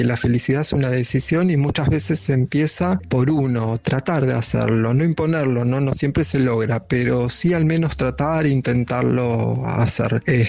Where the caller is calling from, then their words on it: Acasuso, Buenos Aires Province, Argentina; Hola Luisa, buenas noches … de Acasuso